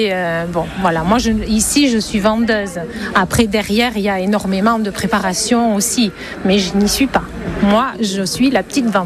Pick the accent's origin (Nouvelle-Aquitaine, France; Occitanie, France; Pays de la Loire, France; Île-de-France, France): Nouvelle-Aquitaine, France; Mirepeix; born or raised there